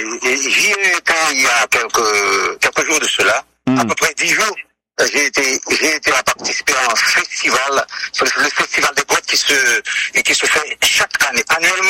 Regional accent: Dondon, Nord, Haiti; parce que à Dondon, il y a une inspiration qui est réellement grande, et c'est un pays fertile, là où j'ai grandi, là où j'ai appris à aimer, à apprécier et à respecter.

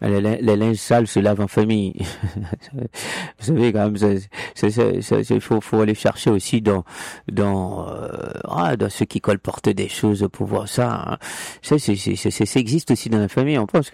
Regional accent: Haiti; Parce que moi, je suis haïtien, je commets une erreur, et puis après, on va dire que tous les haïtiens sont comme moi.

